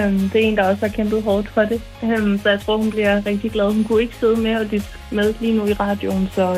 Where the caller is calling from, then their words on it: Copenhagen, Capital Region of Denmark, Denmark; Jeg kommer fra Valby.